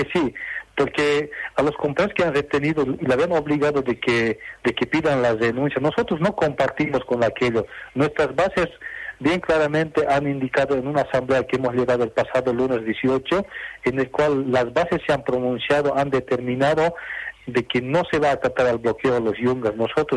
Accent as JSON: {"language": "Spanish", "country": "Bolivia", "said": "como bolivianos y bolivianas"}